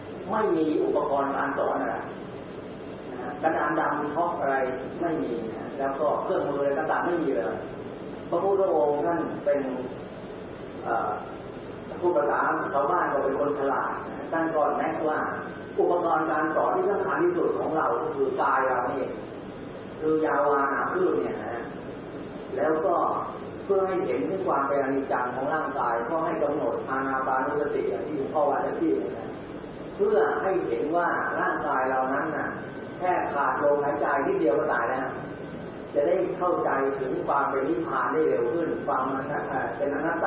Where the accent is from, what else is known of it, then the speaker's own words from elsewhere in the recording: Suphan Buri, Thailand; ผมเป็นลูกศิษย์วัดบ้านที่6ปีบ้านผมอยู่สุพรรณพ่อเอามาฝากวัดไว้ที่วัดเป็นจ่าที่6ปี